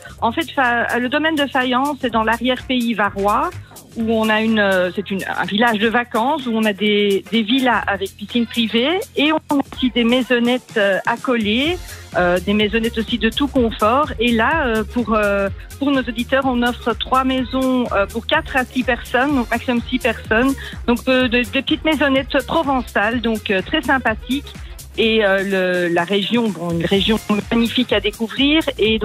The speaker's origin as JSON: {"language": "French", "country": "Belgium", "said": "Je suis belge"}